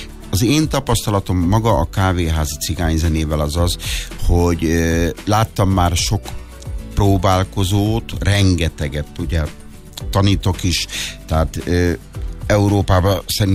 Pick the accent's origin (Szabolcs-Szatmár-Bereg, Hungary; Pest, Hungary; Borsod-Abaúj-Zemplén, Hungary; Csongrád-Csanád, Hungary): Borsod-Abaúj-Zemplén, Hungary; Sárospatak; A nagyapám két hangszeres volt, és ahonnan én származom, Sárospatakról, egy nagyon-nagyon elismert zenész volt